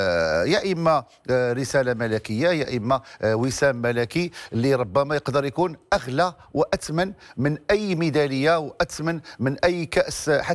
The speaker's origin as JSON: {"language": "Arabic", "country": "Morocco"}